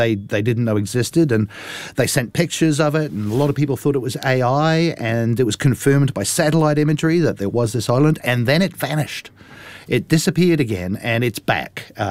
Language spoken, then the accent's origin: English; Canada; moved away